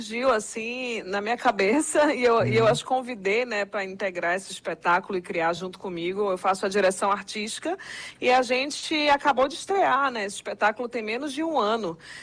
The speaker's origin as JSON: {"language": "Portuguese", "town": "Belém", "region": "Pará", "country": "Brazil", "tie": "born there", "said": "nasci em Belém do Pará, terra"}